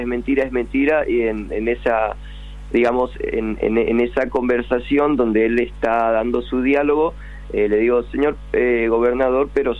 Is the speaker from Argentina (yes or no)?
yes; Capitán Solari, Chaco, Argentina; Soy de Capitán Solari, un pueblo acá en el Chaco, en el interior.